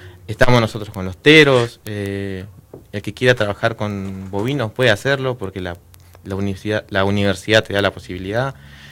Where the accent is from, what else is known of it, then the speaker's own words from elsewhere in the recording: Santa Cruz, Argentina; born there; also born or lived in Corrientes, Argentina; me vine de los 8 años a Santa Cruz, estuve, bueno, vivo en Estancia Cóndor ya desde el 2003.